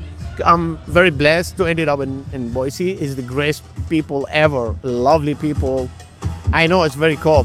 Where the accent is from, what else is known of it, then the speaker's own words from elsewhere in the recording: Baghdad, Baghdad Governorate, Iraq; English is a second language; moved away as an adult; now in United States; I'm from Baghdad, Iraq. I moved to the United States 2017.